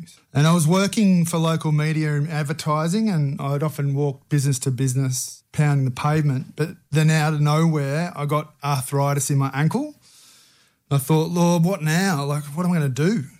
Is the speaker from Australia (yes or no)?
yes; Cowra, New South Wales, Australia; Well, my journey with Jesus, I grew up in Cowra, up the road, a couple of hours.